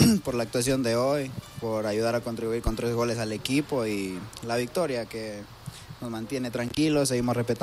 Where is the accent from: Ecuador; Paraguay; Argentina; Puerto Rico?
Ecuador; Pindal, Loja; un saludo para mi pueblo que está de fiestas